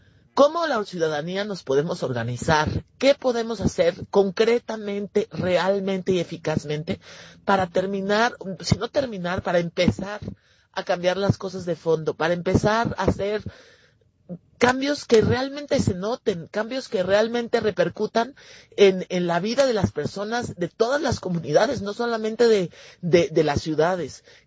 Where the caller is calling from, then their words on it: Mexico City, Mexico; de la Cuauhtémoc.